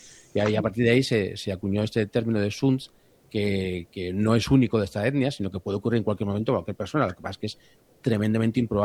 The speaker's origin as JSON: {"language": "Spanish", "town": "Madrid", "region": "Community of Madrid", "country": "Spain", "said": "yo soy una persona que no soy de costa, soy de Madrid, entonces para mí el mar me asusta."}